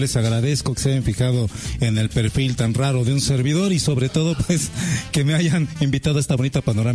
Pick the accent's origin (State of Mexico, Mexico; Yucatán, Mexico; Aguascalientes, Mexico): State of Mexico, Mexico; Ecatepec; Somos de Catepec.